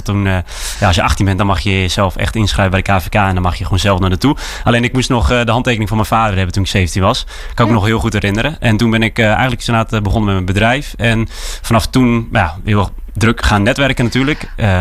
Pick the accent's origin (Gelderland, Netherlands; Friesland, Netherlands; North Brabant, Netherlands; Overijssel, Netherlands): Friesland, Netherlands; Harlingen; Ik kom uit Harlingen. En ja, geboren en getogen uiteraard.